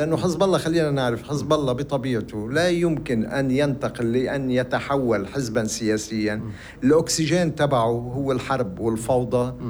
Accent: Lebanon; كلبنانيين

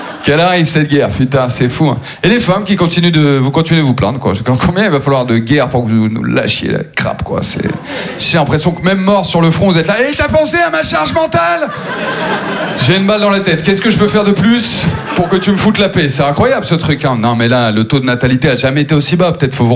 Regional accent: Maubeuge, Hauts-de-France, France; born or raised there

